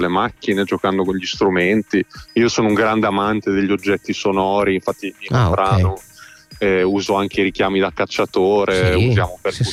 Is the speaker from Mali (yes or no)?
no; Emilia-Romagna, Italy; Io vengo dall'Appennino reggiano